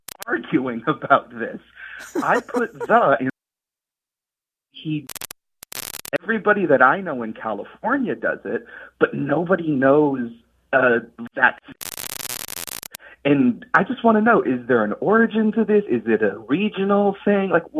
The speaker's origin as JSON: {"language": "English", "country": "Canada", "said": "I'm originally from Canada."}